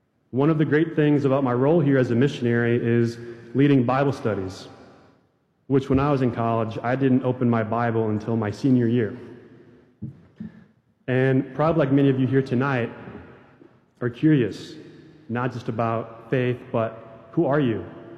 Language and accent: English; Wisconsin, United States; now in Winona, United States; I'm from Wisconsin